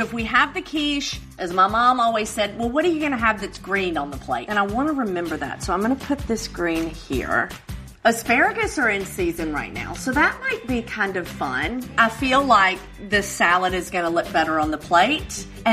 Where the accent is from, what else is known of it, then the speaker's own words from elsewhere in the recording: Oxford, Mississippi, United States; for an outdoor brunch in my hometown, Oxford, Mississippi.